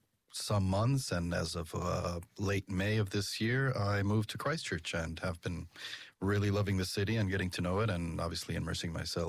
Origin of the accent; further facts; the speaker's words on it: Mexico City, Mexico; Honestly, fantastic. I loved every aspect about it.